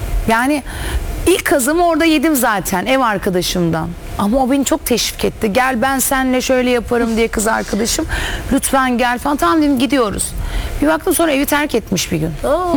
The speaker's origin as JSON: {"language": "Turkish", "region": "Adana", "country": "Turkey", "lives_now": "Istanbul, Turkey", "said": "Adana'dan. Adanalıyım. Orada okudum, bitirdim. Geldim."}